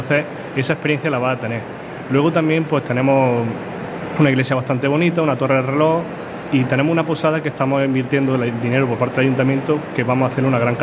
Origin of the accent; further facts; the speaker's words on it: Arquillos, Andalusia, Spain; También nosotros estamos en Sierra Morena